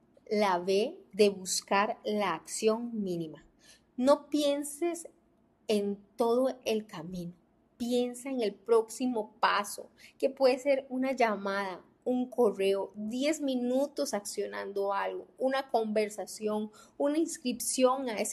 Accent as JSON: {"language": "Spanish", "country": "Costa Rica", "said": "Yo soy de acá de Costa Rica"}